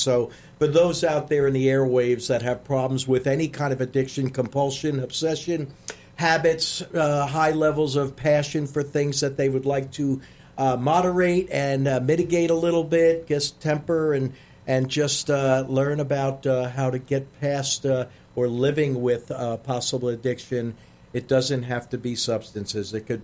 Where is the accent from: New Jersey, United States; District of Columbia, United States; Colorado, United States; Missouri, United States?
New Jersey, United States; now in Florida, United States; I'm from Jersey outside of New York